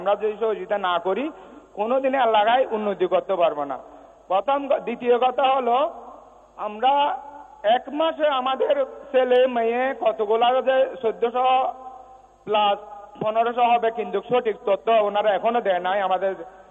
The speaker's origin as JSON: {"language": "Bangla", "town": "Pekua", "region": "Chittagong Division", "country": "Bangladesh", "said": "আমার বাড়ি চট্টগ্রাম কক্সবাজার চকরিয়া পেকুয়া। বাংলাদেশের স্বরাষ্ট্রমন্ত্রী মাননীয় সালাউদ্দিন আহমদের বাড়ির পাশে আমার বাড়ি একদম কাছাকাছি।"}